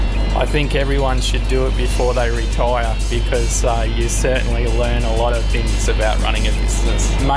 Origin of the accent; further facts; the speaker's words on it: Coburg, Victoria, Australia; born there; now in Tennant Creek, Australia; I was born in Coburg in Victoria and came to live in Tennant Creek